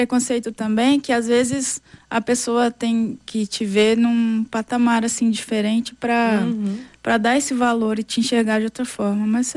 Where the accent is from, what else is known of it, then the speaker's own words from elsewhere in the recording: Minas Gerais, Brazil; E sou mineira, cabreira, né?